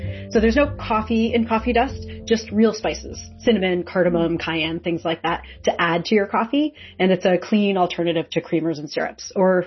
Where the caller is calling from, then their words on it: Washington, United States; I'm calling in from Washington State